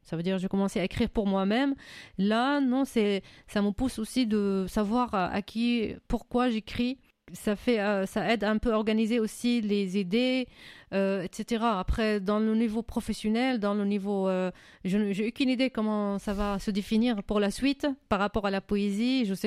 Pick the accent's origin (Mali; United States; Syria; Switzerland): Syria; now in France; comme poétesse syrienne